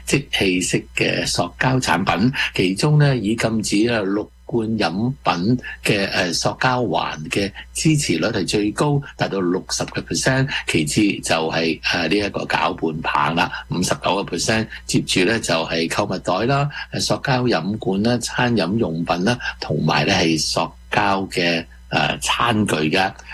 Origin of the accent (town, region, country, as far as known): Canada